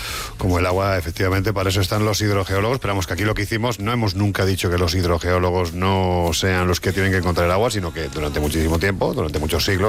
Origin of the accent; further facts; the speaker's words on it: Jaén, Andalusia, Spain; Yo os puedo decir, sabéis que soy de Jaén y es muy habitual cuando te metes en zonas de sierra